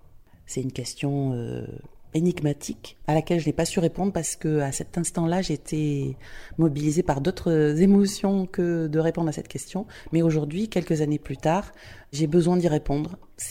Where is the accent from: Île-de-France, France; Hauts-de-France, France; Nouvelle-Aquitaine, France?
Nouvelle-Aquitaine, France; je viens de Gironde, de l'Entre-deux-Mers, qui est un territoire entre Garonne et Dordogne